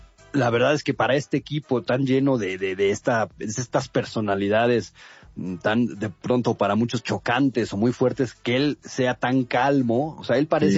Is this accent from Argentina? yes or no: no; Mexico; Y que tú, como yo, como Puma, güey, ¿no? Como mexicano, pues, güey, te enchilas, güey, la neta.